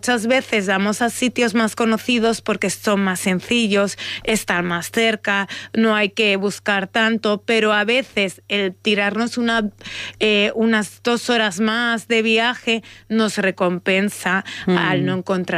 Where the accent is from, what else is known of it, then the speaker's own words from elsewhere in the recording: Castilla-La Mancha, Spain; y es a los que somos así de La Mancha y de zonas cálidas